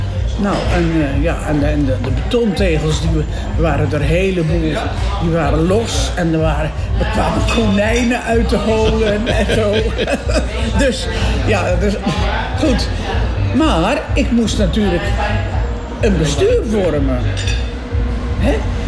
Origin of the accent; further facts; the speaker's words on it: Goes, Zeeland, Netherlands; moved away as an adult; also born or lived in Bussum; now in Soest, Netherlands; ik kom uit Goes.